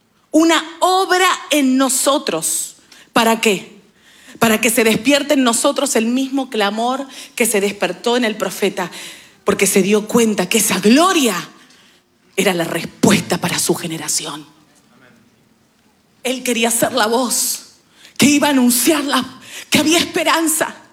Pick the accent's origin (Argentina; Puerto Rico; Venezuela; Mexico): Argentina